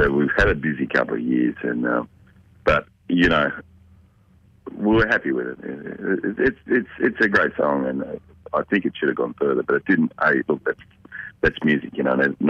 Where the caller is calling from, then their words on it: New South Wales, Australia; Central Coast, mate. I'm sitting on my back deck.